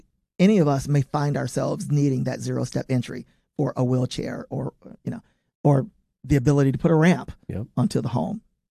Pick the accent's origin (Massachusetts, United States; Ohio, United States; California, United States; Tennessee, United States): Tennessee, United States; Somerville; You know, I grew up out in Somerville in the neighboring county, Fayette County, in an old dilapidated house with no central air and heat.